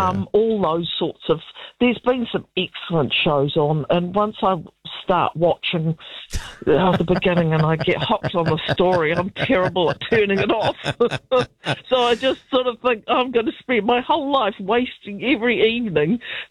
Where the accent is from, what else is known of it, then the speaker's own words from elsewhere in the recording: Dunedin, Otago, New Zealand; See, I'm originally from Dunedin